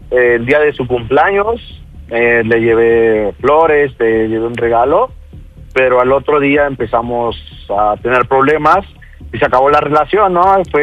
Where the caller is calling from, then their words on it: State of Mexico, Mexico; Tengo 17 años y soy del Estado de México.